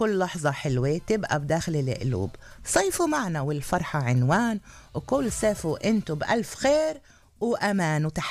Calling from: Jerusalem, Palestine; تحياتي من القدس إلكو جميعا.

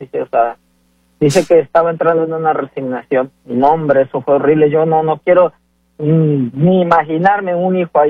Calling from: Tlaxcala, Mexico; Yo soy de Tlaxcala

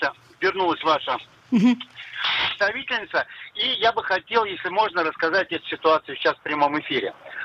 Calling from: Kiryat Ata, Haifa District, Israel; я из Сириатака.

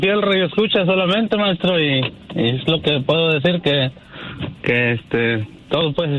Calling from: Charlotte, North Carolina, United States; Yo soy de Charlotte, Norte Carolina

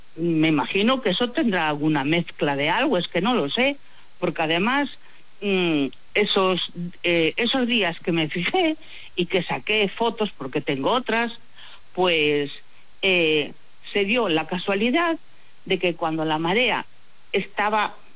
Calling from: Pontevedra, Galicia, Spain; Pues desde Pontevedra.

